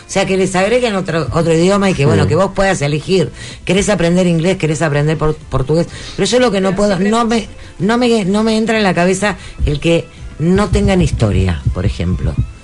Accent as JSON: {"language": "Spanish", "country": "Argentina", "said": "nosotros somos argentinos, y Argentina tiene su idiosincrasia, tiene su cultura"}